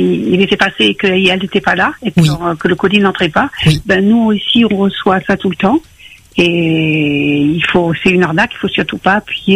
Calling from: Mayenne, Pays de la Loire, France; je suis en Mayenne

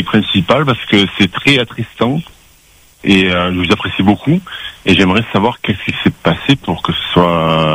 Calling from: Marseille, Provence-Alpes-Côte d'Azur, France; Moi, je suis de métropole. Moi, je suis réunionnais par rapport à ma mère. Et je suis de Marseille.

